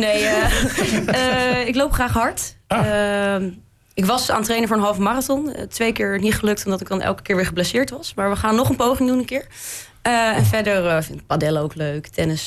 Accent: Schiedam, South Holland, Netherlands; moved away; Kom ik uit Schiedam, ik woon hier tegenover, Dennekerpand.

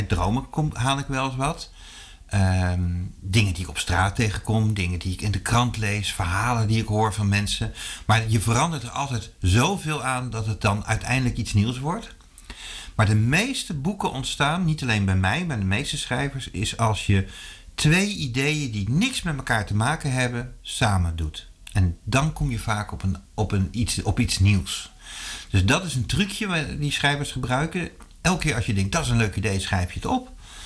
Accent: Zutphen, Gelderland, Netherlands; dat was in Zutphen, waar ik vandaan kom.

